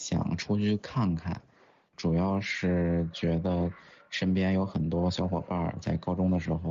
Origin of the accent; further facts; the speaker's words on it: Beijing, China; moved away as an adult; 是北京海淀这边土生土长，从出生到大学毕业就没有离开过海淀。